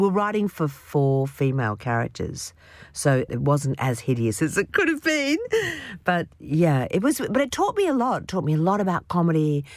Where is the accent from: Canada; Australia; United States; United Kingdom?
Australia; They saw us as the Irish of the Pacific, a kind of recessive gene.